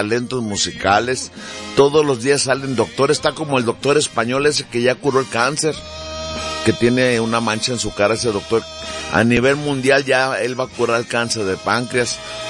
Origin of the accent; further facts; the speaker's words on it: Ocotlán, Jalisco, Mexico; soy de Ocotlán, y mando saludos a todos los Chávez de todo el mundo